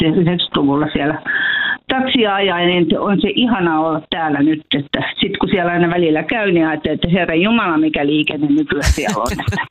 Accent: Espoo, Uusimaa, Finland; also born or lived in Helsinki; now in Leivonmäki, Finland; Mä oon kotoisin Espoosta, Helsingissä syntyjä ja kolmannen polven helsinkiläinen, mutta sitten haluttiin tulla tänne rauhaan.

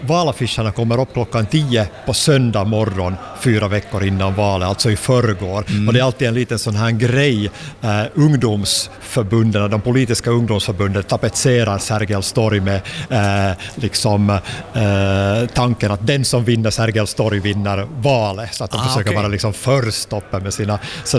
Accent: Finland; now in Sweden; jag är finsk medborgare

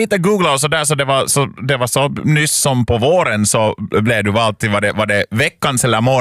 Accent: Uusimaa, Finland; Jag är svenskspråkig och där slutar det ungefär. Nej, där som jag växte upp i Östra Nyland, det är en liten by.

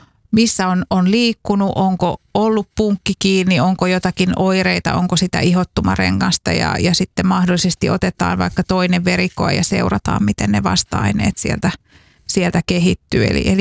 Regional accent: Saarijärvi, Central Finland, Finland; mähän olen Saarijärveltä kotoisin.

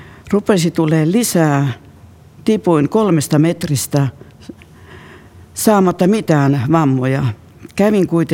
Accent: Sweden; moved away as an adult; now in Finland; Tulen Ruotsista. Olen asunut 50 vuotta Ruotsissa ja muutin tänne Suomeen 8 vuotta sitten.

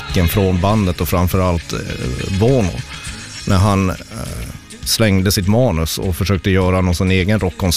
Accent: Kiruna, Norrbotten County, Sweden; där jag växte upp, den lilla villagatan i Kiruna

